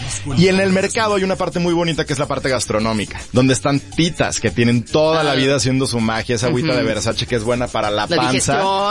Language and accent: Spanish; Mexico